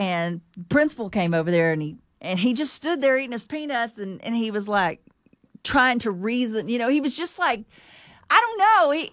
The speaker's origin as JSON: {"language": "English", "region": "Texas", "country": "United States", "tie": "born or raised there", "said": "I'm from Texas"}